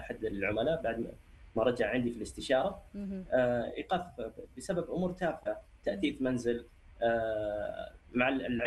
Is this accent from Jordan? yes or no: no; Saudi Arabia; عندنا في السعودية